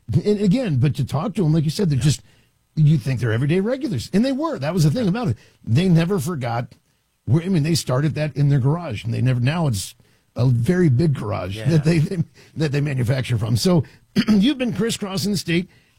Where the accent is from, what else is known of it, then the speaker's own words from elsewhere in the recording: Washington, District of Columbia, United States; because I grew up in Washington, D.C. and everything else.